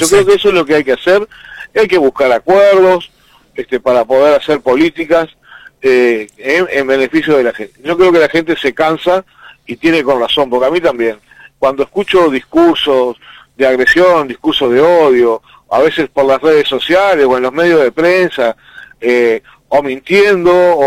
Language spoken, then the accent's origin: Spanish; Maldonado, Uruguay; yo vengo de Maldonado, también tuvo un cambio de administración allí